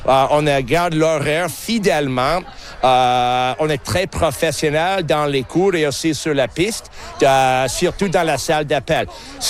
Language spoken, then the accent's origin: French; Ontario, Canada; Et d'habitude, chez nous, en Ontario, on est souvent très, très dur avec eux.